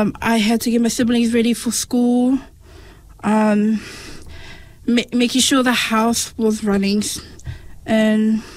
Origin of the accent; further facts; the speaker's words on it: Auckland, New Zealand; I was born and raised in Otara, South Auckland